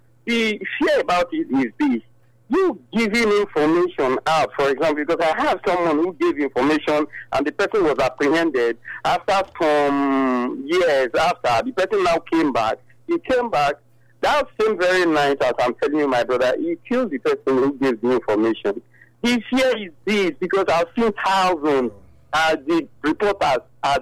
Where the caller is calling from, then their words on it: Edo, Nigeria; I'm calling from Ugbo, Oluku area.